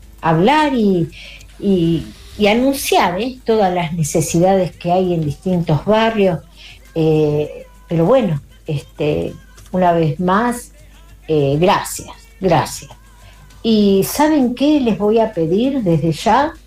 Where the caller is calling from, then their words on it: Granadero Baigorria, Santa Fe, Argentina; de Granadero Baigorria.